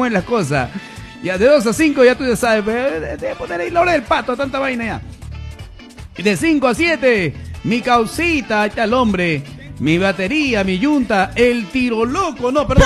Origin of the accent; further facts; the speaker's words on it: Peru; Somos peruanos, hermano, lógico.